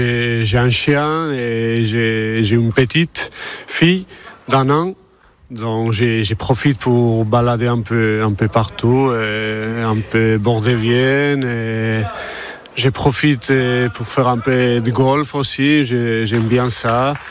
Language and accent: French; Basque Country, Spain; moved away as an adult; now in Limoges, France; moi, je suis basque, je suis d'un village à côté de Saint-Sébastien. Un très bel endroit.